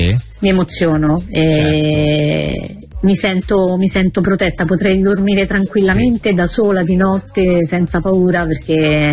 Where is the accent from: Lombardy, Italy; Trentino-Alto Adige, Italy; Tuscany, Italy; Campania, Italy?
Trentino-Alto Adige, Italy; il paese che sapete, insomma, dove sono cresciuta, in Alto Adige